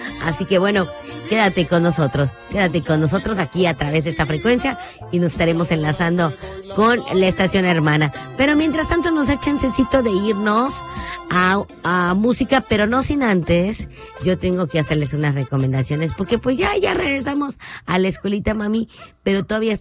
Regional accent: Yucatán, Mexico; como buenas mamás mexicanas y sobre todo yucatecas

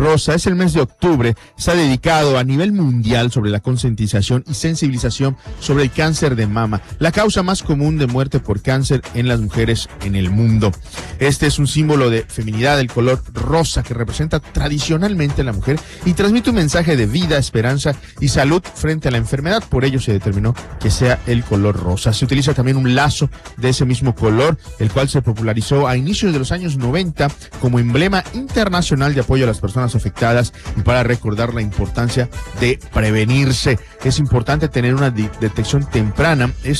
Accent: Mexico; al menos como mexicanos tenemos a veces un poco de desidia

